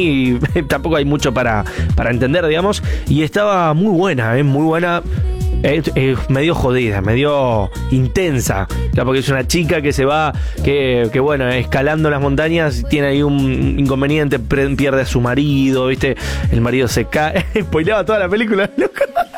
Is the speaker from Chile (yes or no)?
no; Colón, Buenos Aires Province, Argentina; Hola vida, soy de Colón, Buenos Aires, escuchando desde Merlo, San Luis.